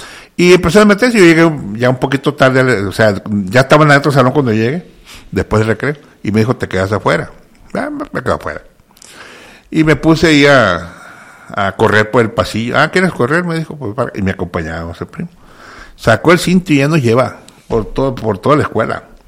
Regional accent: Sinaloa, Mexico; de la Gloria Margen Derecho, por cierto, un saludo para mi pueblo.

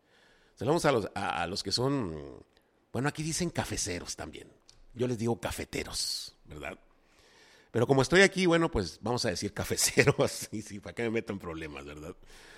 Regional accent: Veracruz, Mexico; moved away as an adult; also born or lived in United States; now in Los Mochis, Mexico; Pero yo soy de Veracruz

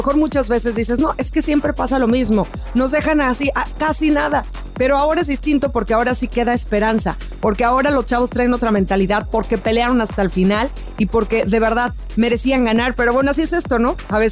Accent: Mexico; qué bonito sentir a todos los mexicanos unidos una vez más y dándonos cuenta de que eso es lo que somos los mexicanos en realidad.

